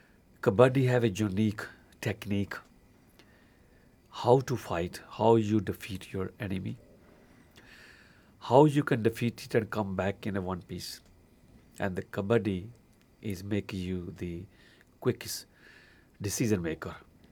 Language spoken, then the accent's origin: English; India; accent: Indian; now in Black Country, United Kingdom; I go Indian accent.